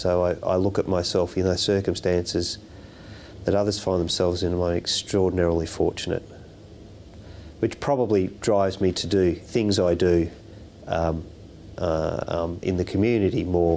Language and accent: English; Yarrawonga, Victoria, Australia; also born or lived in Melbourne / Shepparton; I'm a Yorta Yorta man. I was born in Melbourne, but my family's from Shepparton. I was adopted at the age of 3 months and was brought up in Yarrawonga, which is only, it would be 40 kilometres from Shepparton at most